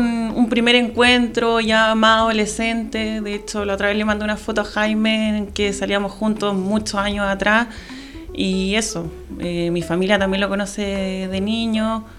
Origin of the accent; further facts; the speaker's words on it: San Bernardo, Santiago Metropolitan Region, Chile; soy oriunda de San Bernardo de siempre.